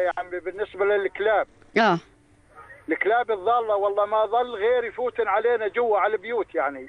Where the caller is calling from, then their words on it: Manja, Amman Governorate, Jordan; من منجا لواء الجيزه